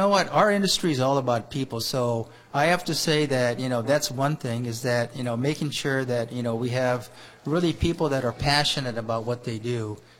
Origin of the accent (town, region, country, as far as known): Japan; born or raised there; English is a second language